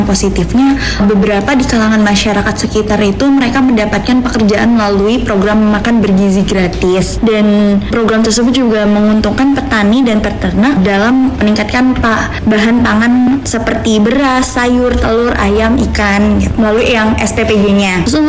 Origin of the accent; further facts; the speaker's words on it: Sumber, West Java, Indonesia; asal saya dari Sumber.